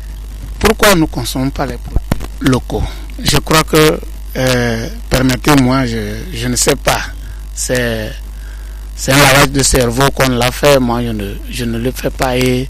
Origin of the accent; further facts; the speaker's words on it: Mango, Savanes, Togo; chez nous, à Mango.